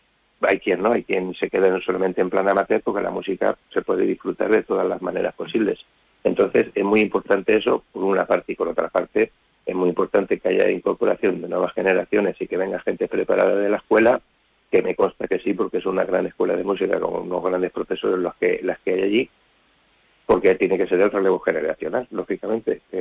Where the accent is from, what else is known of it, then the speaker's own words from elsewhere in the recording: Villarrobledo, Castilla-La Mancha, Spain; Cuando yo empecé a estudiar música en Villarrobledo, que yo soy natural de Villarrobledo, pues como te he dicho antes, yo era un niño con 8 años